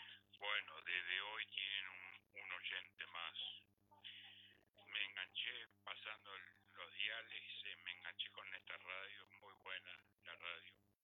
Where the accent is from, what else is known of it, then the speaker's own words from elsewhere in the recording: Las Piedras, Canelones, Uruguay; moved away as an adult; now in Estación Solís, Uruguay; 12 años que estamos por estos lados. Nacido y criado en la ciudad de Las Piedras.